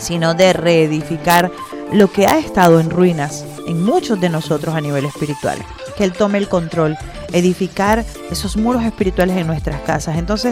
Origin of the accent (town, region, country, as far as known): Venezuela